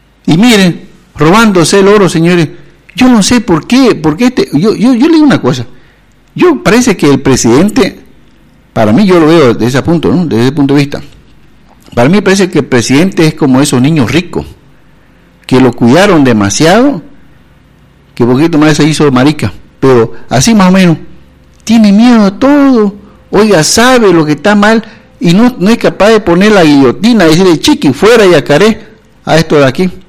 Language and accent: Spanish; Beni, Bolivia